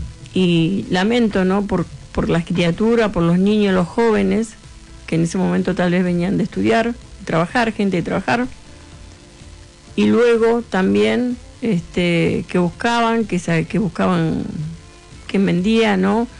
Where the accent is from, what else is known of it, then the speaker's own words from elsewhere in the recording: Argentina; me duele el alma decir que soy argentina